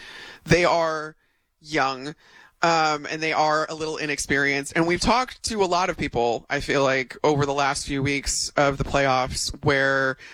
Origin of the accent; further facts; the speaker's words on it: Chicago, Illinois, United States; I'm from Chicago. I live in Chicago. I'm doing the show from Chicago.